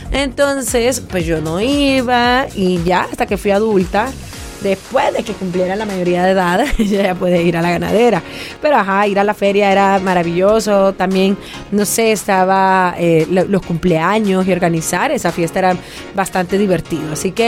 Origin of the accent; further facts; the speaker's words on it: Santa Ana, El Salvador; yo soy de Santa Ana, estas fechas son las que más me hacen recordar mi juventud, cuando tenía 16, 17 años